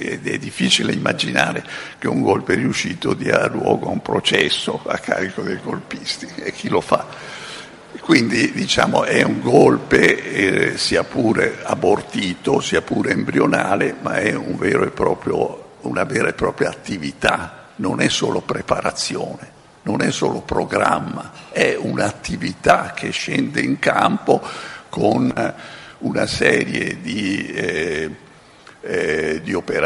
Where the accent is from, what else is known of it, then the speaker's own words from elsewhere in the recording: Veneto, Italy; born there; also born or lived in Schio; io sono nato proprio in quegli anni, cioè alla fine della guerra, e sono nato nel Veneto, dove le cose atroci erano di casa